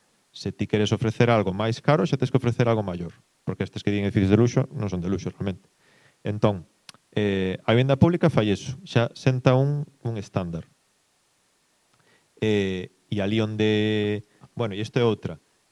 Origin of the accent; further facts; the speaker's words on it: Vilagarcía de Arousa, Galicia, Spain; eu son de Vilarcía, en Vilarcía pasa algo semellante